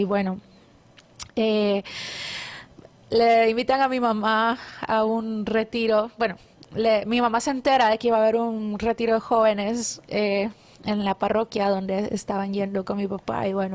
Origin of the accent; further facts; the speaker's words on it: Guatemala; born there; nací en Guatemala.